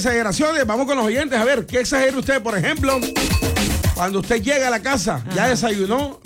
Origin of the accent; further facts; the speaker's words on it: Barranquilla, Atlántico, Colombia; como buen barranquillero, como buen costeño